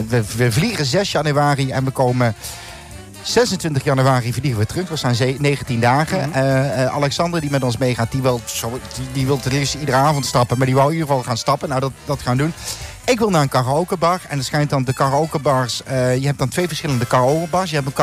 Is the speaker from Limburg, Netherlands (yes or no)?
yes; Sittard, Limburg, Netherlands; En dat was op een, ik kom uit Sittard.